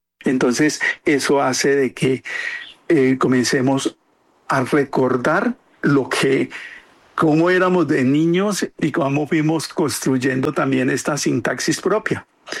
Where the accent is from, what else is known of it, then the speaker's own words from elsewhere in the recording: Mercaderes, Cauca, Colombia; Yo soy de Mercaderes Cauca, del municipio, en la parte sur del departamento del Cauca. Eso es el gran macizo colombiano, parte del gran macizo colombiano, entonces soy de allá.